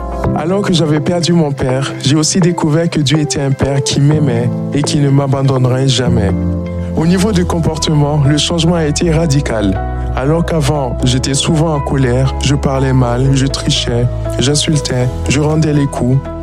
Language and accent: French; Guinea; born there; j'ai 21 ans et j'aimerais te raconter mon histoire. Je suis né en Guinée dans une famille aimante avec un grand frère et une grande sœur. Comme la grande majorité des Guinéens, nous étions musulmans.